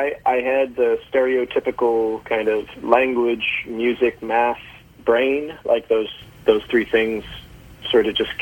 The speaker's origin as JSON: {"language": "English", "region": "Maryland", "country": "United States", "tie": "born or raised there", "also_born_or_lived": "St. Louis, United States", "said": "So I grew up mainly in Maryland, but with three formative years in St. Louis, where I learned to play baseball and learned to build tree forts and dig unsuccessful traps in the woods for animals that just simply walked on by."}